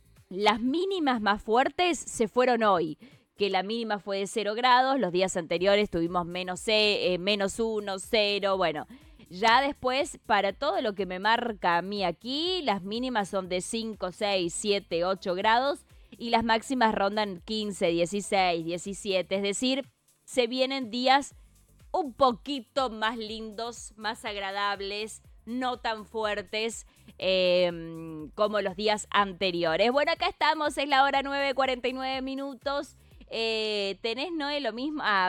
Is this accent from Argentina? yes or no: yes; Argentina